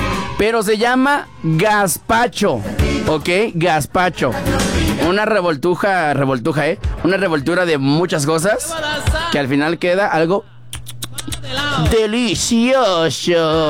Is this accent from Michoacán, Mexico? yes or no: yes; Morelia, Michoacán, Mexico; originario de Morelia, Michoacán, de mi tierra